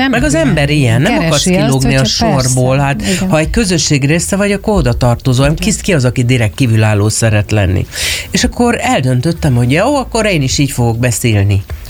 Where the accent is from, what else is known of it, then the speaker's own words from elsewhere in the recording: Hajdúnánás, Hajdú-Bihar, Hungary; moved away as an adult; abban a hajdúbihari városban, a Hajdúnánáson, ahol éltem